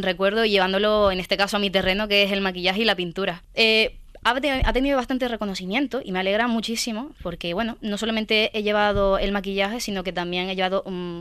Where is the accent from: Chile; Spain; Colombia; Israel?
Spain; Fuerteventura, Canary Islands; Soy de Fuerteventura y tengo 21 años